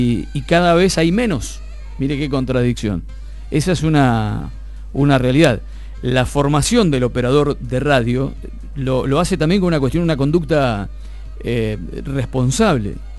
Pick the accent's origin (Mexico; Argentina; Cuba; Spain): Argentina